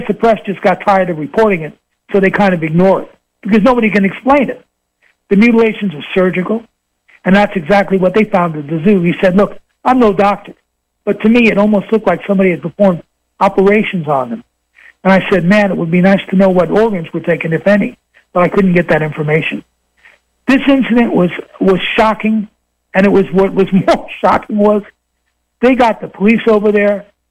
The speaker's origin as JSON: {"language": "English", "town": "Queens", "region": "New York", "country": "United States", "tie": "born or raised there", "said": "I am a native New Yorker. I was born in Queens."}